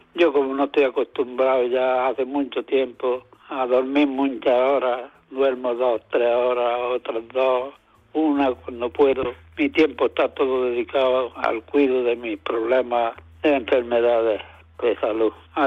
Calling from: Almuñécar, Andalusia, Spain; de Almuñécar.

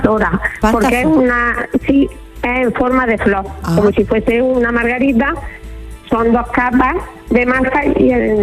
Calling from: Cuevas del Almanzora, Andalusia, Spain; En Guasamara.

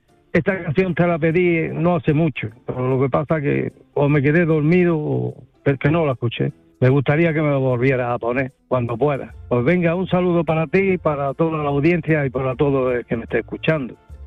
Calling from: Cúllar Vega, Andalusia, Spain; de Granada.

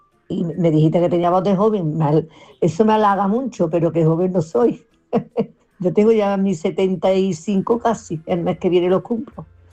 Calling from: Córdoba, Andalusia, Spain; de Córdoba.

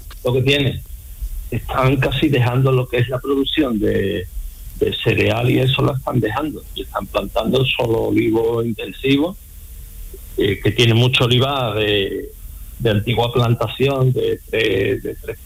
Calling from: Campillos, Andalusia, Spain; Yo estoy en Campillo

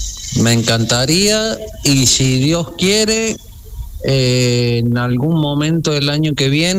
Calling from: Córdoba, Argentina; nosotros que somos de Córdoba, de acá.

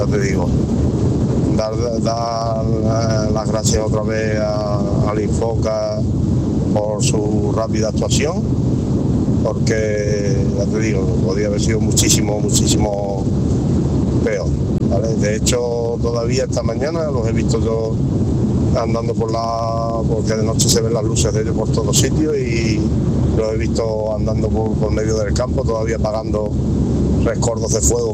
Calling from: San Bartolomé de la Torre, Andalusia, Spain; soy … de San Bartolomé de la Torre

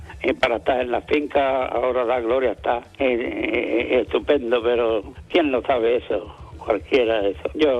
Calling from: Almuñécar, Andalusia, Spain; de Almuñécar.

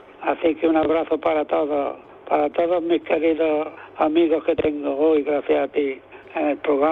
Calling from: Almuñécar, Andalusia, Spain; de Almuñécar

